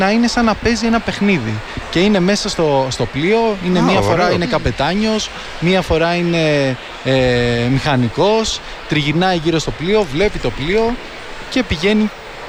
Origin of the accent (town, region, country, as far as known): Greece